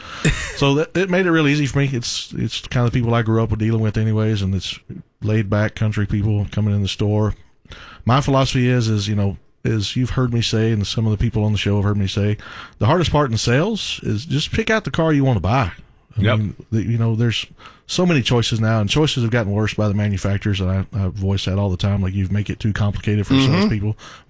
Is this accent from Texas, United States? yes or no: yes; Gordon, Texas, United States; now in near Godley, United States; I grew up in Gordon, which is west of Fort Worth, 60 miles, and it's a small, small town.